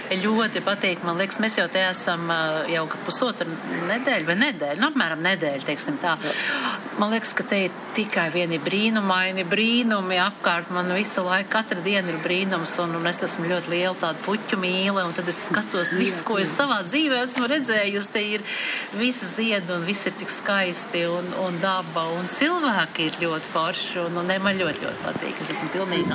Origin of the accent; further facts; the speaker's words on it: Bergen, Vestland, Norway; es esmu no Bergenas, Norvēģijā